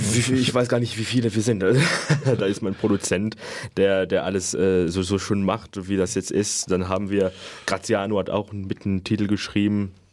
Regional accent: France; now in Germany; Das gibt es bei mir in Frankreich und zwar in meinem Heimatdorf.

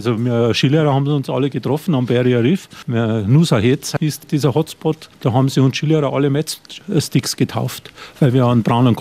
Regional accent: Bodenmais, Bavaria, Germany; moved away as an adult; also born or lived in Austria / Australia; Geboren hier in Bodenmais, bin ein halber Preuße, was man gut hört.

